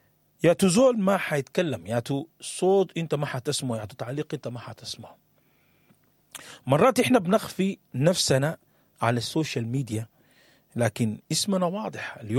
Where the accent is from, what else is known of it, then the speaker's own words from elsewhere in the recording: Sudan; انا سوداني